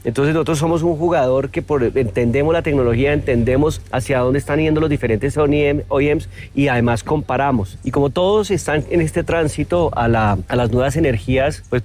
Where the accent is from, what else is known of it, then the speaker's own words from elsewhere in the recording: Colombia; me siento orgulloso como colombiano de contarlo.